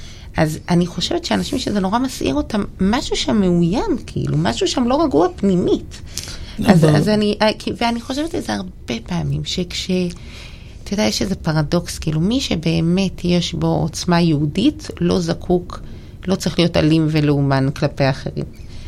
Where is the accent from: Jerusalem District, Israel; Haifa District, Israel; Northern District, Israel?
Jerusalem District, Israel; Jerusalem; אני ירושלמית, הגעתי לפה מירושלים